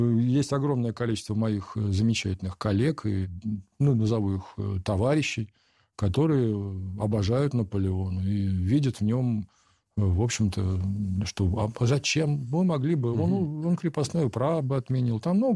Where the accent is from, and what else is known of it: Russia